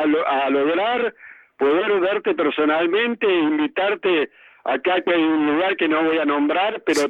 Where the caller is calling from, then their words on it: Mar del Plata, Buenos Aires Province, Argentina; de Mar del Plata.